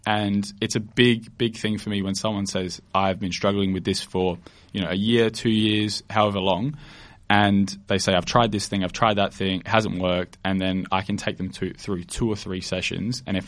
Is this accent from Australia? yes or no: yes; Adelaide, South Australia, Australia; born there; Both parents were born here in Adelaide. Obviously, I was born here in Adelaide as well. Mm-hmm. Unfortunately, don't speak Italian very well. I understand it somewhat, which is helpful.